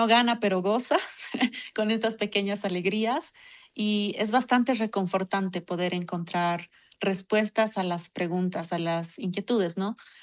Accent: Bolivia; Somos bolivianos

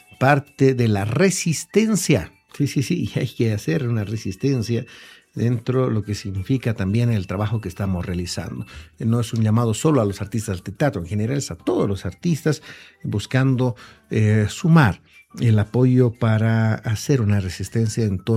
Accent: Bolivia

